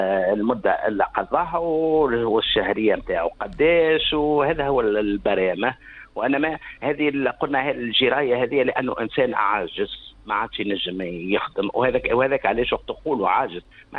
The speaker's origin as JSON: {"language": "Arabic", "country": "Tunisia", "said": "عندنا في تونس"}